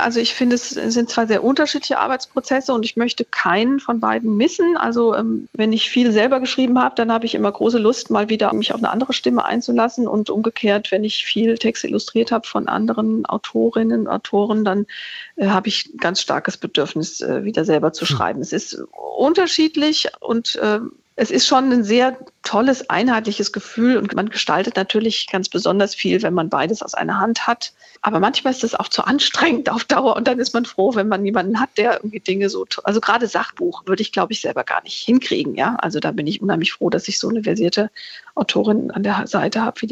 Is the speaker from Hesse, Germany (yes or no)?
yes; Dietzenbach, Hesse, Germany; und habe mich da so selbst als Teenager oder junge Erwachsene in meinem Jugendzimmer in Dietzenbach, wo ich aufgewachsen bin, gesehen in so einer Situation.